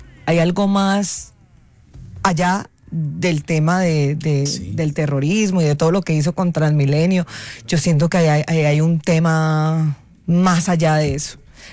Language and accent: Spanish; Colombia; lo que somos los colombianos, unos berracos en todo